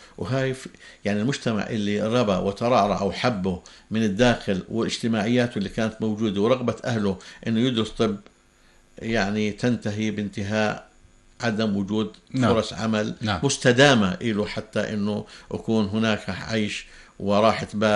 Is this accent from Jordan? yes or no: yes; Jordan; أنا بحكي لك عن عندنا في الأردن